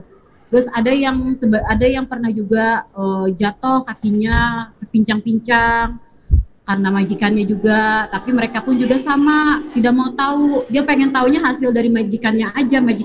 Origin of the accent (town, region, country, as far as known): Jakarta, Indonesia; now in Bogor, Indonesia